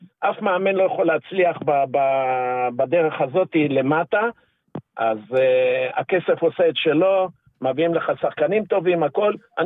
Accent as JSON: {"language": "Hebrew", "town": "Tel Aviv", "region": "Tel Aviv District", "country": "Israel", "tie": "born or raised there", "also_born_or_lived": "Austria", "said": "אני נולדתי באוסטריה על מגרש כדורגל כשאבא שלי שיחק במגרש, וכל החיים הייתי בבאסה, שזה בלומפילד, לפני זה היה באסה."}